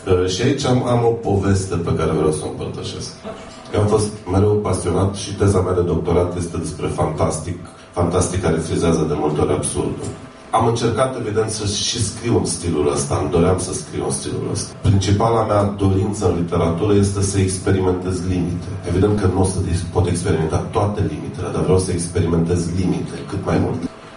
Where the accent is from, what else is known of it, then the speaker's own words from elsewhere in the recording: Maramureș County, Romania; mergea 2 săptămâni pe Valea Vaserului, de unde sunt eu, din Vișel de...